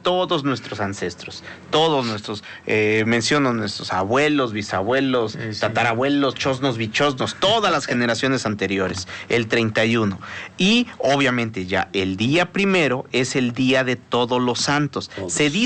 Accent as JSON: {"language": "Spanish", "country": "Mexico", "said": "nosotros como mexicanos, al tener pues de vecino... tan cerquita a una potencia mundial"}